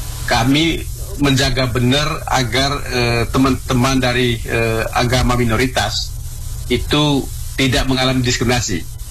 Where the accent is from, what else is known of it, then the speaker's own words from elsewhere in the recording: East Nusa Tenggara, Indonesia; Bu Christine, saya dari Pantai Utara Flores, saya tahu betul cukup banyak keluarga dari satu atau satu klan misalnya, atau satu marga, satu keluarga besar, itu di dalamnya beragam.